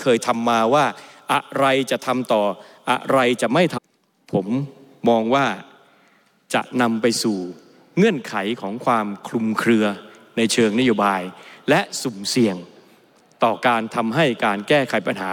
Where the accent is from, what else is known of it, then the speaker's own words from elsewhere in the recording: Bangkok, Thailand; ผมแม้จะเป็นคนกรุงเทพ